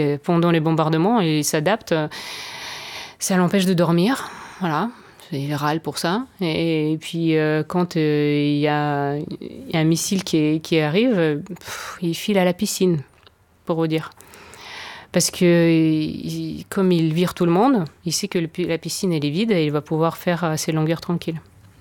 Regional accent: Ukraine; moved away; Donc je suis partie de l'Union soviétique et je suis revenue en Ukraine.

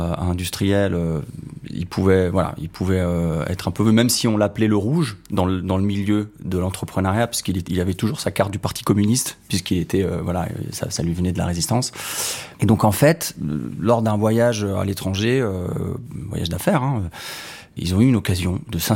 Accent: Turin, Piedmont, Italy; born there; Histoire de famille. Hein. Donc moi, je suis né en 81 à Turin. Mais en fait, depuis quelques années déjà, mes parents voyageaient par le monde, de par le travail de mon père.

